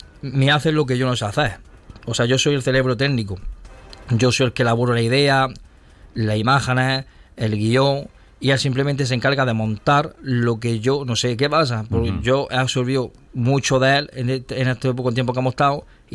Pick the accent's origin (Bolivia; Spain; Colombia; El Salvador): Spain; Gádor, Andalusia; soy el primer almeriense en crear una serie infantil.